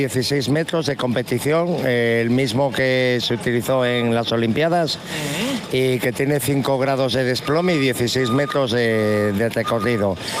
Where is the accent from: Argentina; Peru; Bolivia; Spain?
Spain; Avilés, Asturias; Somos de Avilés.